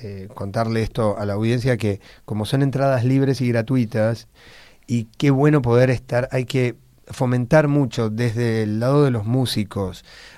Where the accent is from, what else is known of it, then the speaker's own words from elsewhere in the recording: Buenos Aires, Argentina; yo me crié en Urquiza